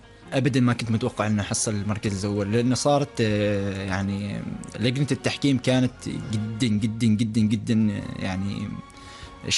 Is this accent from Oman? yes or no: yes; Oman; كانت اول مشاركة لنا نحن في ماليزيا وفي الولايات المتحدة كعمانيين موجودين في هذا المعرض